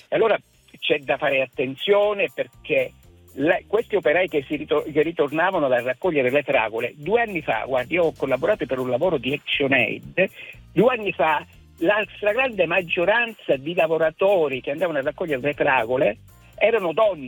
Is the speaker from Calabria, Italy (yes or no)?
yes; Calabria, Italy; moved away; giù nella mia terra in Calabria